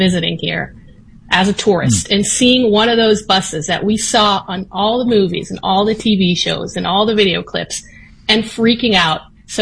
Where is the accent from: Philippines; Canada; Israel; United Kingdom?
Israel; now in United States; Yeah, I mean, I'm an Israeli citizen. I love my home country. It's still my home. But I've been living in the U.S. for almost 20 years.